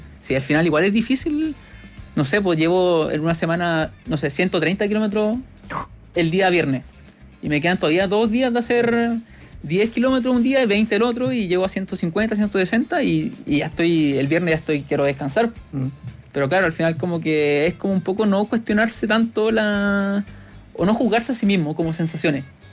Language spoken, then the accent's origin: Spanish; Chile; ya a nivel como seleccionado chileno